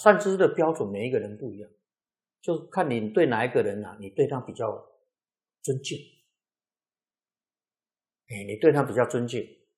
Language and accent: Chinese; Xizhi, New Taipei, Taiwan; 我七年前呢也挂一个名戏子拱北殿，就是我家乡这个仙公庙